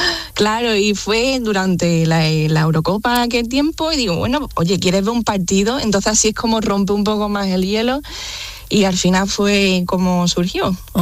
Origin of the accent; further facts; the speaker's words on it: Seville, Andalusia, Spain; now in Belgium; Soy de Sevilla, capital.